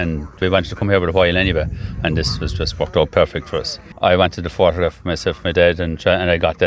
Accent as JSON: {"language": "English", "town": "Mitchelstown", "region": "Munster", "country": "Ireland", "said": "We're from Mitchelstone."}